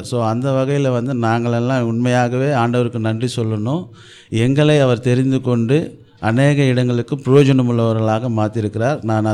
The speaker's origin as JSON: {"language": "Tamil", "town": "Chennai", "region": "Tamil Nadu", "country": "India", "tie": "born or raised there", "said": "நம்ம லோக்கல் மெட்ராஸ் தமிழில் சொல்லணுன்னா ஸ்லம்னு சொல்லிட்டு சொல்லுவாங்க. ஸோ அந்த மாதிரி ஒரு பகுதியிலே தான் நாங்கள் வந்து பிறந்து வளர்ந்தோம்."}